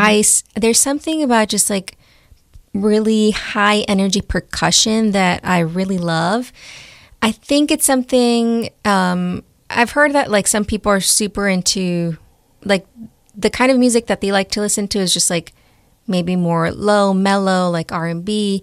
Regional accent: Chicago, Illinois, United States; a singer, songwriter, Mexican American, born and raised in Pilsen and Little Village, Chicago, to parents who migrated from Michoacan, Mexico. And I claim both Pilsen and Little Village because I moved back and forth a lot.

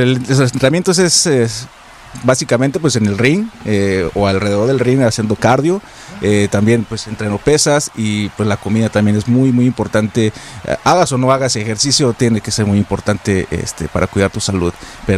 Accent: Aguascalientes, Mexico; now in Chicago, United States; Soy originario de Aguascalientes, México. Y pues ahorita estoy aquí en Chicago haciendo un poquito de carrera en la lucha.

